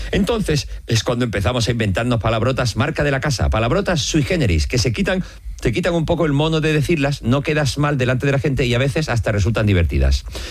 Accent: Los Navalucillos, Castilla-La Mancha, Spain; De mi pueblo, decía, los navalucillos en Toledo

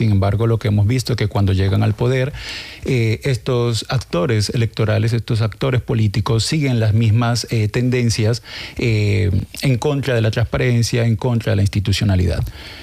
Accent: Colombia; como latinoamericano, como colombiano, es importante analizarlo desde sus raíces, porque atraviesa todo el sistema institucional. En Colombia acabamos de tener recientemente elecciones

